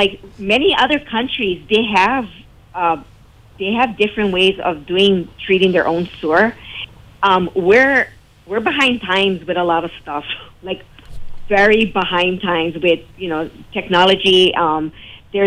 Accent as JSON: {"language": "English", "region": "Hawaii", "country": "United States", "said": "I'm from the West Side."}